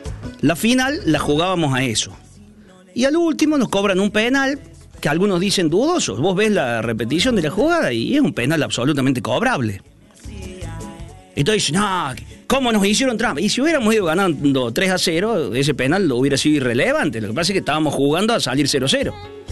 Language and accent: Spanish; Argentina; Siempre somos los argentinos, somos un poco llorones también.